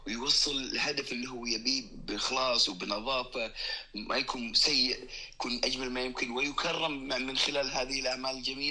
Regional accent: Kuwait; بلدي الكويت كرمتني

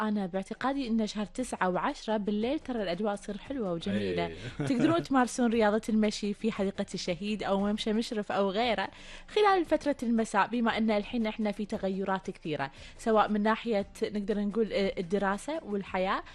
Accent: Kuwait

